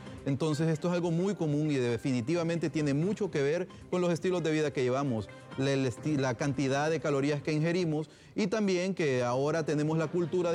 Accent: Honduras

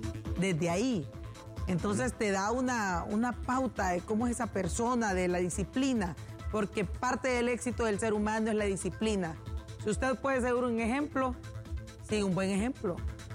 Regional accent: Honduras; así como hondureño

